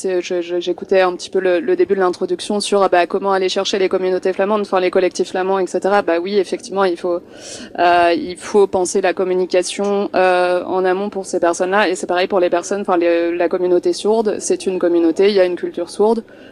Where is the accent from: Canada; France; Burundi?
France; now in Belgium; moi je suis française